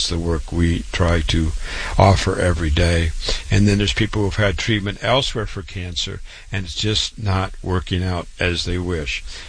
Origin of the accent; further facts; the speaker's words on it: Waterloo, Iowa, United States; I was born and raised in Waterloo, Iowa, public school, university, MD at 25